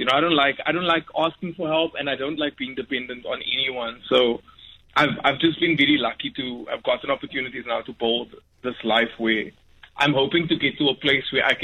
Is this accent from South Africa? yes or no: yes; Cape Town, Western Cape, South Africa; I come from Elsie's River